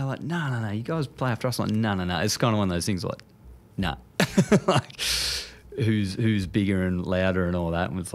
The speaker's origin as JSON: {"language": "English", "town": "Deniliquin", "region": "New South Wales", "country": "Australia", "tie": "born or raised there", "said": "I grew up in Denny"}